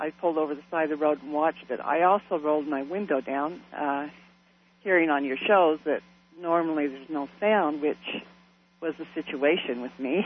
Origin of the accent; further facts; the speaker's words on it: Roy, Utah, United States; I am from Roy, Utah.